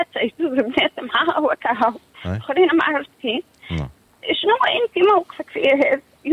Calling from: Jemmal, Monastir Governorate, Tunisia

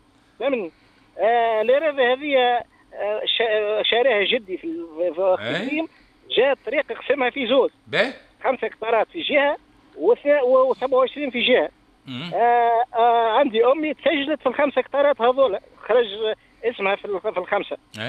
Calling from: Sbiba, Kasserine Governorate, Tunisia; من شبيبه.

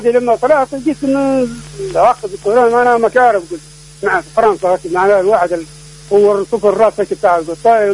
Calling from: Ben Gardane, Medenine, Tunisia; من بن جرزان.

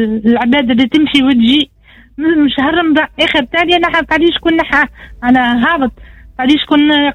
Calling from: Tunisia

